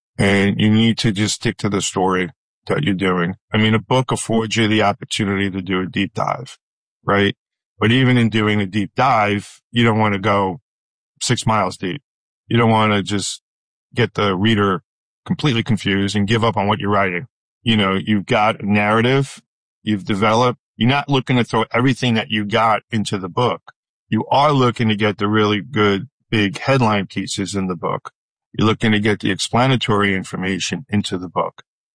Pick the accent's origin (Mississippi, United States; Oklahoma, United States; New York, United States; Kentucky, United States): New York, United States; moved away as an adult; now in Pennsylvania, United States; I'm from New York. I started out at a radio station in New York, WNW